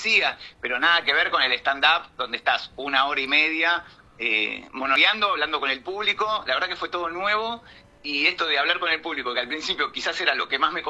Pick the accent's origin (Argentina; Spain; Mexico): Argentina; Banfield, Buenos Aires Province; yo soy de Zona Sur. Soy de Zona Sur de la provincia de Buenos Aires, Banfield, Lomas de Zamora.